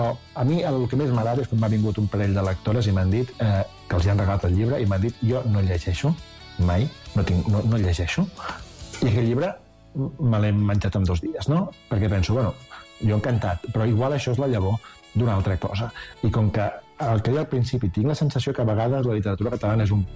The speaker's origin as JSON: {"language": "Catalan", "region": "Catalonia", "country": "Spain", "said": "jo soc català"}